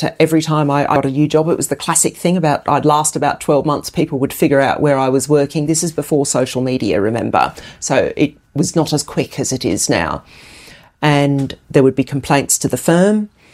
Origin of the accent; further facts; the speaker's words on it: Queensland, Australia; my home state of Queensland.